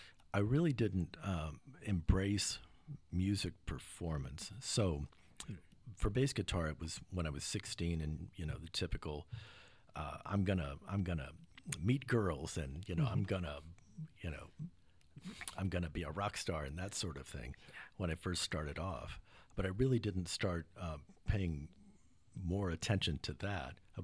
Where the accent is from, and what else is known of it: Houston, Texas, United States; born or raised there; also born or lived in San Antonio